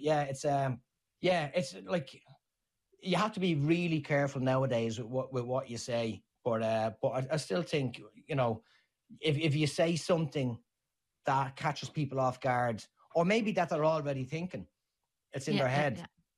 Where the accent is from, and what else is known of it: Ireland; moved away as an adult; now in New Zealand